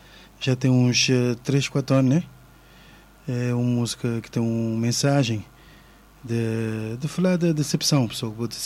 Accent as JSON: {"language": "Portuguese", "town": "Mindelo", "region": "São Vicente", "country": "Cape Verde", "tie": "born there", "said": "Nasci na São Vicente de Mindelo."}